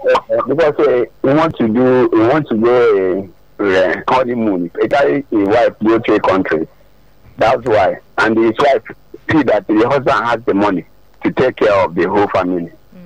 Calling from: Abuja, Federal Capital Territory, Nigeria; I'm calling from Abuja.

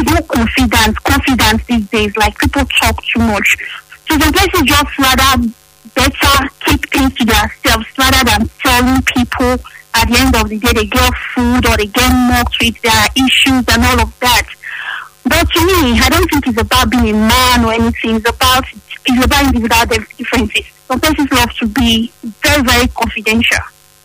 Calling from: Ugbo, Nigeria; calling from Ugbo.

